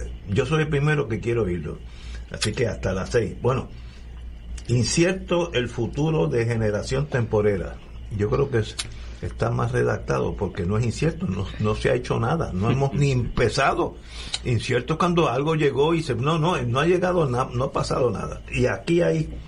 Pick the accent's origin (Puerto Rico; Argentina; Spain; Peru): Puerto Rico; soy puertorriqueño, llevo aquí 130 años viviendo y conozco mi país.